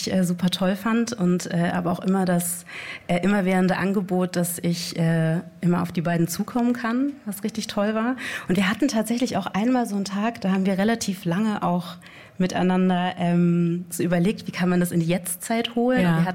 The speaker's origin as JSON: {"language": "German", "region": "Southern Germany", "country": "Germany", "said": "Nee, ich komme aus Süddeutschland."}